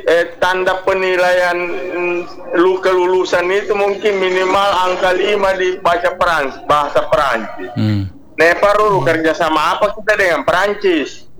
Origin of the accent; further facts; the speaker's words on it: Bone, South Sulawesi, Indonesia; born there; saya lahir di Bone, Pak, tapi besar di daerah di rantau.